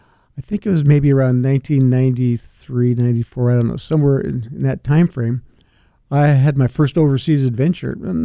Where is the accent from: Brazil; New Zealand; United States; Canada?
United States; being an American, I think we're kind of limited.